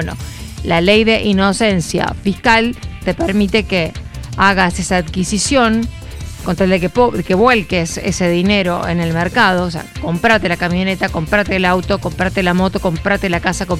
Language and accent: Spanish; Argentina